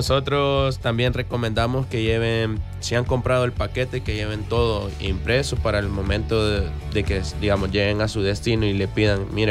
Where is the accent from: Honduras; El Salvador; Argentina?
El Salvador; Como somos salvadoreños, siempre dejamos todo para última hora